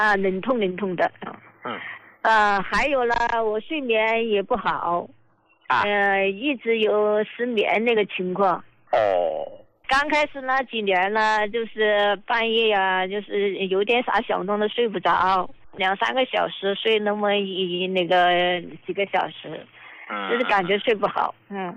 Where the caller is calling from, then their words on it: Chongqing, China; 我是重庆这边的患者。